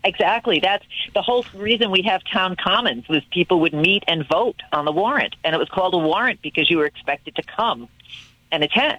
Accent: Rhode Island, United States; I'm from Rhode Island, we've got 39 communities in a state 20 miles wide.

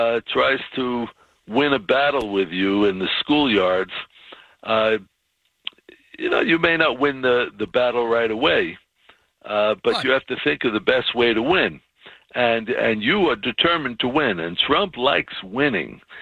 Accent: New York City, New York, United States; I grew up in Brooklyn, Billy. And, you know, the outer boroughs of New York City.

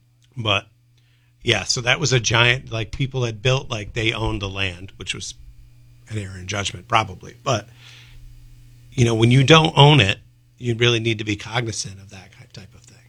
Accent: Halfmoon, New York, United States; near where I grew up in Half Moon

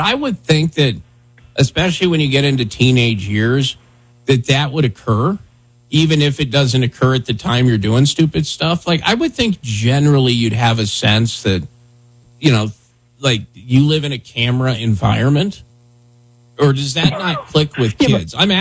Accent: Wyoming, United States; even as a kid growing up in Wyoming

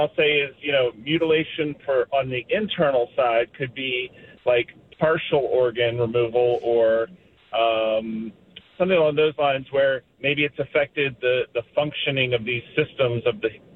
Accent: Richmond, Virginia, United States; I'm from Richmond, Virginia.

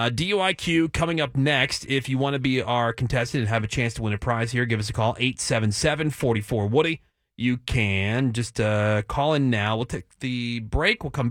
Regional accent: East Coast, United States; I'm born and raised on the East Coast

